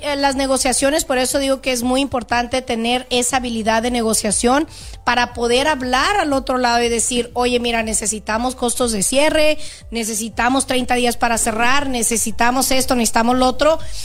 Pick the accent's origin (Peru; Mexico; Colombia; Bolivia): Mexico; Autlán, Jalisco; moved away; yo soy de Jalisco, de Autlán, Jalisco, de ahí mero soy yo.